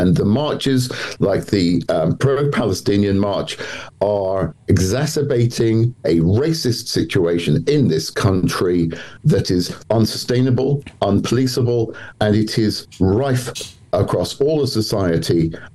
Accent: United Kingdom; I like to be British because I'm British

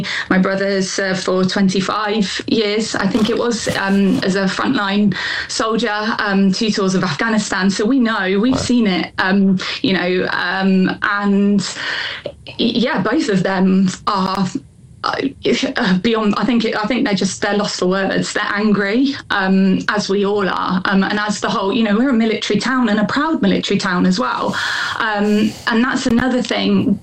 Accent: Ambrosden, South East England, United Kingdom; Yeah, so I grew up in Ambrosden, which is where my parents live. It's one of the neighbouring villages to the site.

